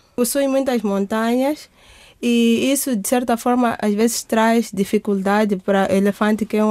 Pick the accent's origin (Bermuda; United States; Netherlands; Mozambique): Mozambique; English is a second language; I come from Mozambique.